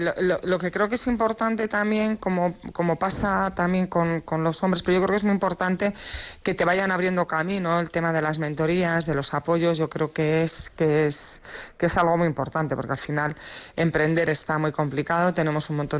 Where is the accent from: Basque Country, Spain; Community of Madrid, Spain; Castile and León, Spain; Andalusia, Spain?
Castile and León, Spain; Valladolid; me encanta venir aquí a Valladolid, a mi tierra